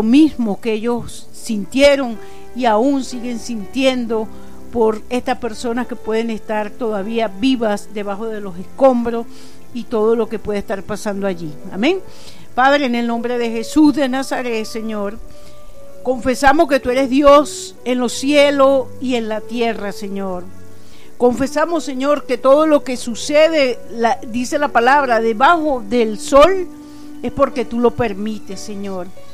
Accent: Venezuela; Y nosotros como venezolanos todavía seguimos, estamos todavía en en el inicio de toda esta reconstrucción

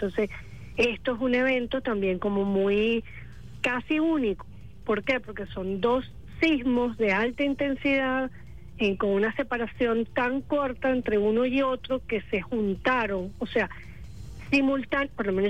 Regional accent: La Guaira, Venezuela; Además que somos caribeños. Tenemos el mar ahí, entonces... A veces estamos estresados, vamos para la playa, estamos enfermos, vamos para la playa.

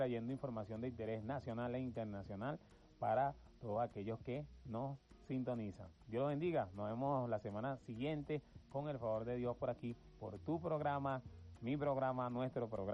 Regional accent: Venezuela; Como venezolanos y venezolanas, hermano, te damos las gracias a ti y a todo ese equipo

